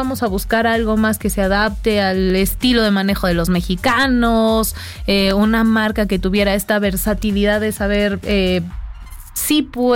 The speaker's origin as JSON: {"language": "Spanish", "country": "Mexico", "said": "todos los empleados que estamos ahí somos mexicanos y tenemos un amor no sé, han escuchado seguramente nopal en la frente, ¿no? Uh-huh. Nosotros tenemos el nopal en la frente."}